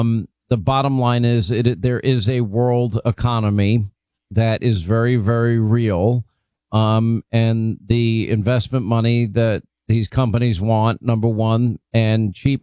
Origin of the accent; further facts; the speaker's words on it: Franklin Square, New York, United States; I'm just I'm a kid from Franklin Square, Long Island, New York.